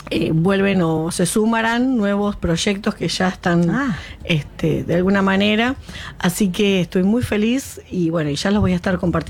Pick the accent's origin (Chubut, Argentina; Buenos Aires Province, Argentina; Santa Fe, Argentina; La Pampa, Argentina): Buenos Aires Province, Argentina; Tapalqué; Y no, acá me doy cuenta que también de mi pueblo, que es Tapalqué, soy la única productora que ha llegado con vacunos, con un animal bovino, digamos, acá a la rural.